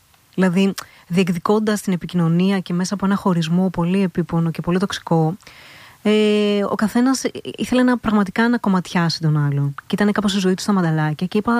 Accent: Kavala, Eastern Macedonia and Thrace, Greece; moved away as an adult; also born or lived in Athens / Thessaloniki; Είμαι από την Καβάλα, μεγάλωσα στην Καβάλα, ως τα 18 μου. Έλειπα 17 χρόνια στην Αθήνα και εκεί που ήμουνα μισό-μισό να γίνω Αθηναία.

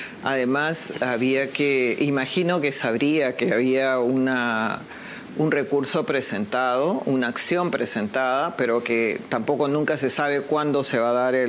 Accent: Marcona, Ica, Peru; No, yo soy de Nazca, pero de Marcona, ¿no? Yeah. Que es un distrito de la provincia de Nazca.

